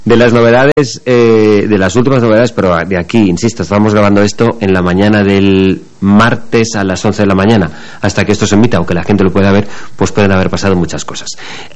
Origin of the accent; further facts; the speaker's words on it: Valencian Community, Spain; Siendo yo valenciano, es una expresión complicada.